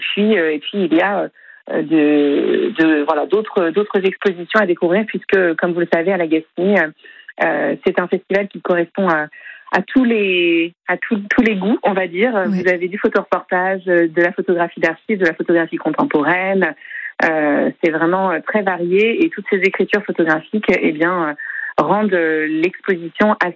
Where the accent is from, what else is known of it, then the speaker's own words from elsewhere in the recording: Brittany, France; je vous avoue qu'en tant que bretonne, ça me touche forcément.